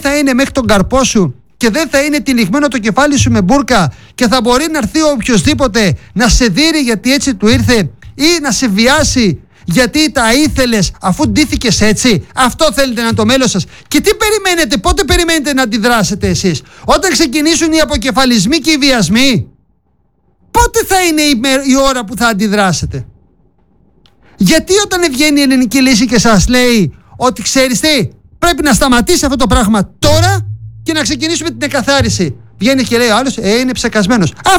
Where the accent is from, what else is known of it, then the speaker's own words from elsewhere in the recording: Greece; Έχω πολλά χρόνια σε αυτόν τον τόπο να ζήσω και δεν θέλω να φύγω από τον τόπο μου να ζήσω. Είμαι περήφανος που είμαι Έλληνας. Θέλω να είμαι στη χώρα μου.